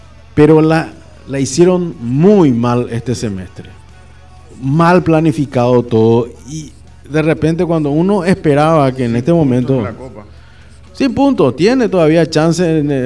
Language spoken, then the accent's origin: Spanish; Paraguay